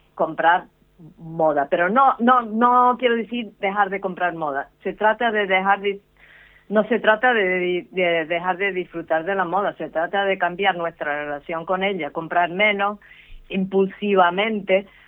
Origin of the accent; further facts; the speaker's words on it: Canary Islands, Spain; No, y aparte tú sabes que los canarios siempre han viajado mucho.